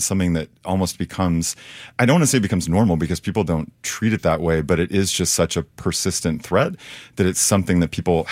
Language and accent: English; Great Plains, United States; also born or lived in East Coast; now in Oregon, United States; So I'm fairly new to Oregon and to this region. I moved from the East Coast a couple years ago. I grew up in the Great Plains.